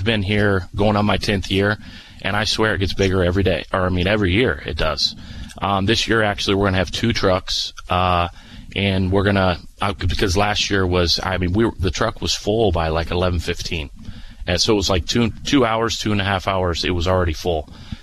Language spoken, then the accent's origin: English; Rochester, United States; moved away as an adult; also born or lived in Jupiter, Florida; So I grew up in Rochester.